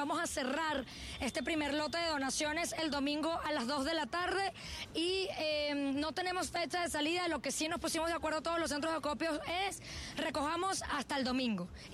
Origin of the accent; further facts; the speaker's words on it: Venezuela; now in Honduras; soy venezolana y también soy hondureña